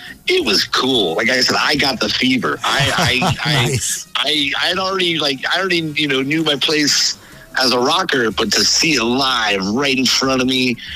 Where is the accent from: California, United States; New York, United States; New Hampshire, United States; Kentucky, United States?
California, United States; Pacifica; And I grew up in Pacifica